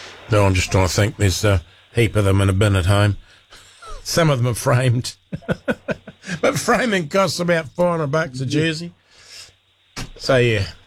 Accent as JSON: {"language": "English", "town": "Raglan", "region": "Waikato", "country": "New Zealand", "tie": "born or raised there", "also_born_or_lived": "Hamilton", "said": "I was born in Raglan, so I'm a... final raw boy, born in Raglan, and always been around the Waikato, so yeah, it's not far from home."}